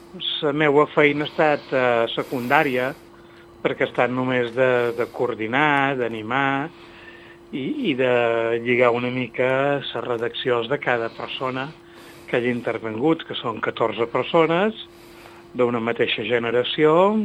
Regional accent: Ciutadella, Balearic Islands, Spain; now in Alaior, Spain; Jo som natural de Ciutadella.

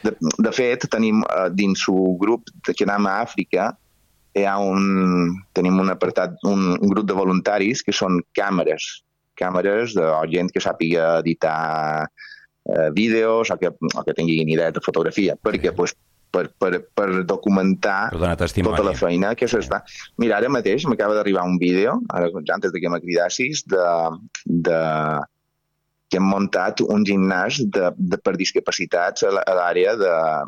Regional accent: Pollença, Balearic Islands, Spain; jo som de Pollença

